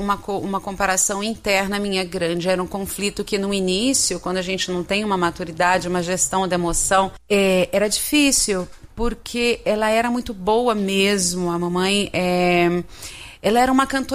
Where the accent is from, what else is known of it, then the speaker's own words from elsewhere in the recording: Belém, Pará, Brazil; also born or lived in Rio de Janeiro; Sou de Belém, do Pará